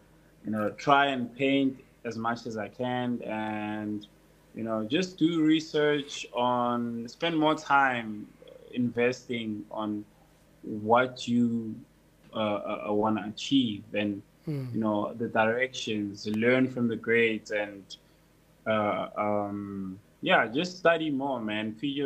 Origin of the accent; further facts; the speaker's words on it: Durban, KwaZulu-Natal, South Africa; my background from the hood. I'm from Durban.